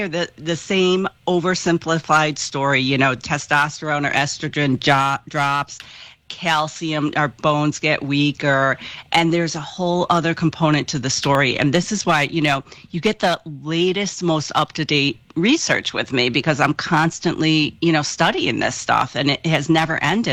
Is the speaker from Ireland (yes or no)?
yes; Ireland; I always say we don't count alcohol calories because I'm the Irish dietitian.